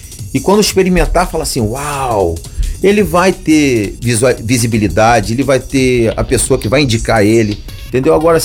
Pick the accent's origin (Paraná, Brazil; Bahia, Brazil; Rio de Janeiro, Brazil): Rio de Janeiro, Brazil; a gente é carioca, mas a gente é honesto também